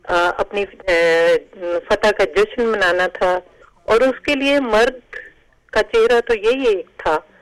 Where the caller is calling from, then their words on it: Canada